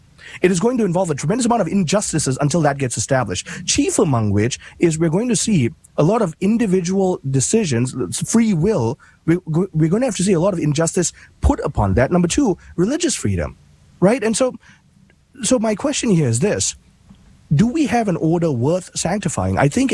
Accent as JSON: {"language": "English", "country": "Malaysia", "moved": "yes", "lives_now": "United States"}